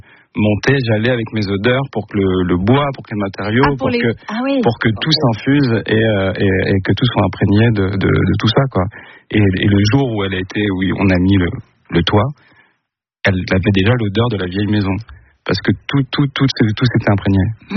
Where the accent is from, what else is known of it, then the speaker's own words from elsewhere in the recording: Boulogne-sur-Mer, Hauts-de-France, France; Et un jour, il y a eu un tournage qui s'est fait là d'où je viens, de Boulogne-sur-Mer